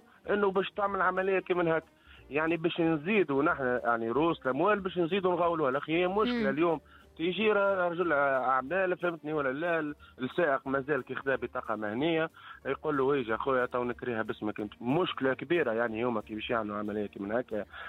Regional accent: Tunisia; ومن حقي اني يعني نخدم في بلادي

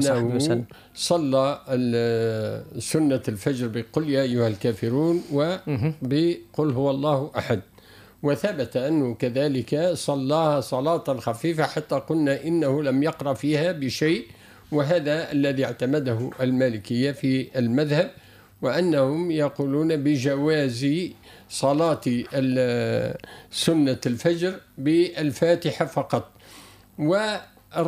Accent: Bizerte, Bizerte Governorate, Tunisia; لأن مثلا نحن عندنا في بنزرت ما زال لن تتدلوا لهنا نحن نقعد 3 دقائق تقريبا

